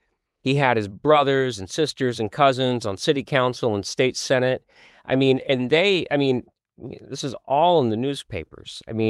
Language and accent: English; Memphis, Tennessee, United States; I'm from the South, and like to take those stances were unpopular, even, you know, when I was a kid. This is a chapter I devoted to. I grew up in Memphis